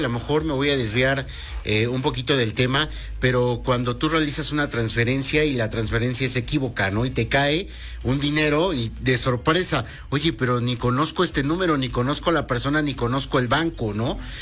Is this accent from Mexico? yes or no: yes; Mexico; como buen mexicano, lo tengo que decir, no somos dados a leer